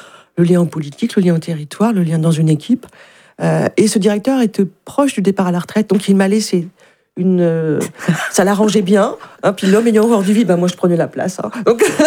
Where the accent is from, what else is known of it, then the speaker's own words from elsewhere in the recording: Le Mans, Pays de la Loire, France; moved away as an adult; also born or lived in Alençon / Auxerre / Besançon; Moi, je suis originaire je suis née au Mans. Et donc, j'ai été baignée, j'ai été éduquée par le Repas Jazz Festival.